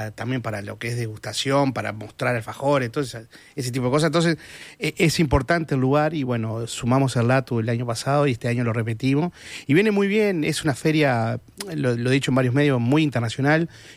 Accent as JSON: {"language": "Spanish", "town": "Mercedes", "region": "Soriano", "country": "Uruguay", "said": "Yo soy de Mercedes"}